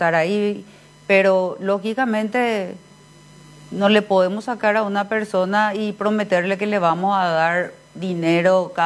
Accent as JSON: {"language": "Spanish", "country": "Paraguay"}